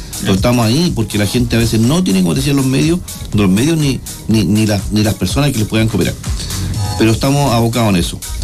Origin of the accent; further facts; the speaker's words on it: Viña del Mar, Valparaíso, Chile; now in Cañete, Chile; Yo vengo de Viña del Mar y nunca vi, ¿cierto?, el compromiso de los bomberos que tienen aquí en Cañete.